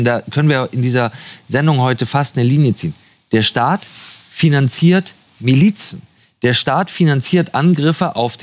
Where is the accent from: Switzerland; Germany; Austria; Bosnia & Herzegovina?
Germany; Hamburg; Möglicherweise, als Hamburger bin ich natürlich geprägt vom G20-Gipfel.